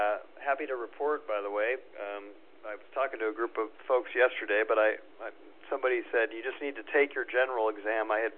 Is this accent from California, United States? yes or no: yes; Yorba Linda, California, United States; now in Topanga, United States; My dad's down in Yorba Linda, and I grew up down there